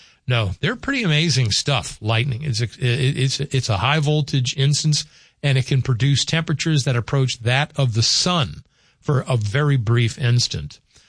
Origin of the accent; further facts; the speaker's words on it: the South, United States; now in Red River Valley, United States; Heat lightning, in my vernacular, growing up in the South